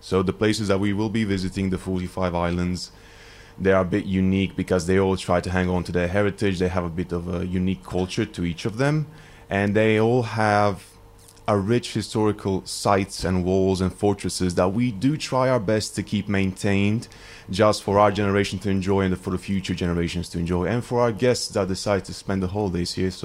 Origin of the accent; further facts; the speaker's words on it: Omiš, Split-Dalmatia County, Croatia; I was born in Split, raised over there in Omiš. Growing up, it was beautiful.